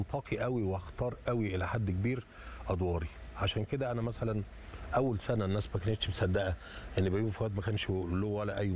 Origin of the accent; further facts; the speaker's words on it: Egypt; عندنا في مصر بنقولوها ضربها طبنجة